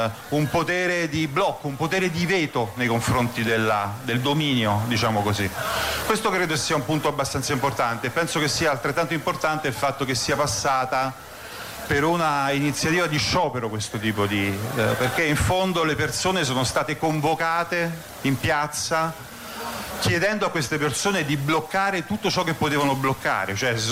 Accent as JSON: {"language": "Italian", "town": "Rome", "region": "Lazio", "country": "Italy", "said": "Io vengo da Roma, faccio politica, militanza nei movimenti sociali dalla fine degli anni 90"}